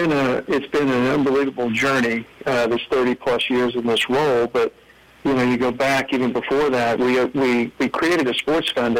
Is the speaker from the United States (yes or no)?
yes; Shreveport, Louisiana, United States; also born or lived in Houston; now in New Orleans, United States; You know, I came from Houston. I grew up in Shreveport. I came from Houston.